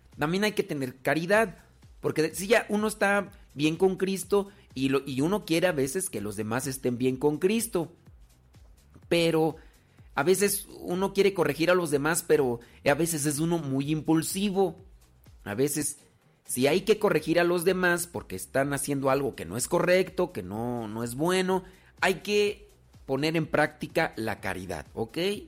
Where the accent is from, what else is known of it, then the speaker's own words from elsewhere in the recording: San Bartolito, Mexico; Pues soy de San Bartolito